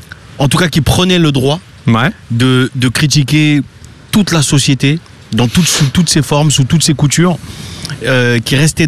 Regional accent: French Guiana; Je suis Guyanais, moi.

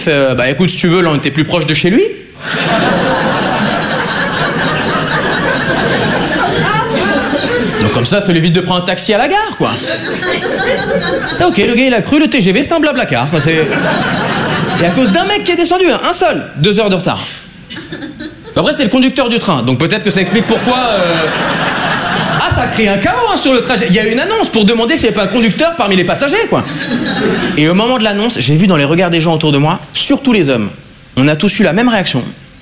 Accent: Switzerland; Je dis « Mais mec, je suis suisse, mais je suis pas la Suisse, en fait. »

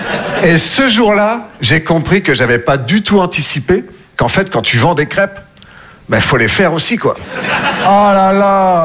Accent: Nouvelle-Aquitaine, France; Moi, je viens des Deux-Sèvres. Je ne sais pas si vous connaissez. Entre la Vienne

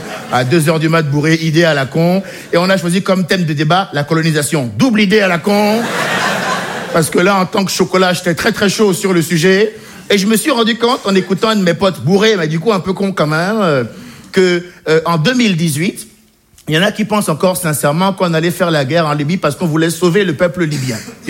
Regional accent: Benin; born or raised there

